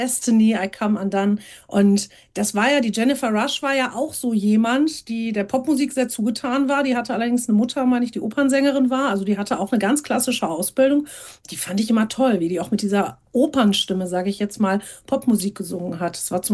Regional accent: Gelsenkirchen, North Rhine-Westphalia, Germany; ich bin aufgewachsen in der Nähe von Gelsenkirchen, ich bin gebürtige Gelsenkirchnerin und bin in einem Haus mit Opernsängern aufgewachsen und bin tatsächlich erstmal am Opernhaus aufgewachsen

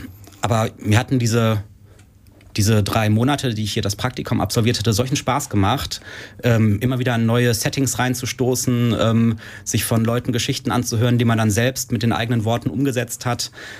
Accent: Nordhorn, Lower Saxony, Germany; Ich bin gebürtiger Nordhorner, 39 Jahre alt und bin jetzt seit Oktober hier in Nordhorn

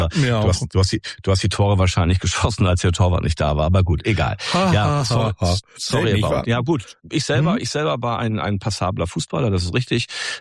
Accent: North Rhine-Westphalia, Germany; Also ursprünglich komme ich ja eigentlich aus dem Münsterland, eigentlich aus dem Niederrhein-Bereich, um genau zu sein.

